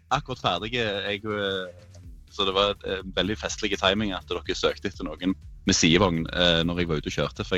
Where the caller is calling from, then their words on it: Sandnes, Rogaland, Norway; Nå kommer jeg akkurat ut av en vaskeautomat i Sandnes kommune.